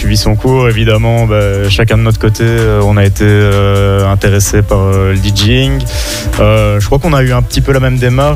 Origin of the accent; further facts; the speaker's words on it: Fosses-la-Ville, Wallonia, Belgium; Oh, du Namurois, moi je suis de Fosse-la-Ville.